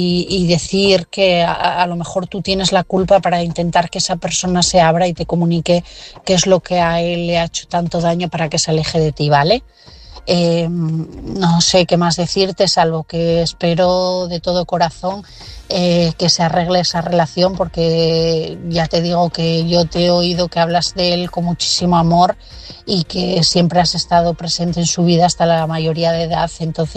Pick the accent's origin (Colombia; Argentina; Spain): Spain; Asturias